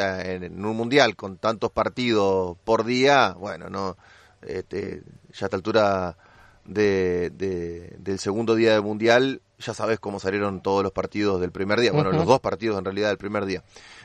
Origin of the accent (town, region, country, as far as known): Argentina